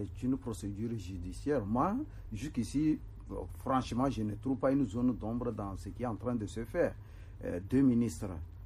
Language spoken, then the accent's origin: French; Togo; Nous faisons ce travail en tant que Togolais.